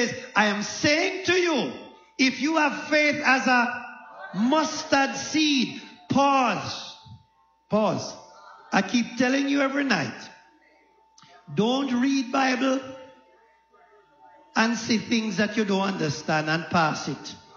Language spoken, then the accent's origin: English; Jamaica; I'm from Jamaica, and nobody grow mustard.